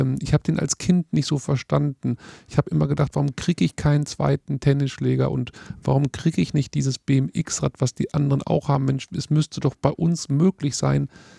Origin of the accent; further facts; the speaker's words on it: Witten, North Rhine-Westphalia, Germany; Das ist meine Heimat. Witten kennen vielleicht ihre Hörerinnen und Hörer nicht. Das liegt genau zwischen Bochum und Dortmund, also mitten im Herzen des Ruhrgebiet an der B1. Und das ist meine Heimat.